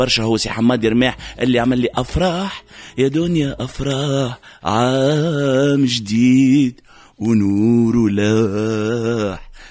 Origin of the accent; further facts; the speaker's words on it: Tunis, Tunis Governorate, Tunisia; تربيت كل عشنا في بلاجون دارك في كمال التاتيوخ، سكنت كمال التاتيوخ، قريت رود ليلين في البريمير ومن بعد باب الخضره في السكوندير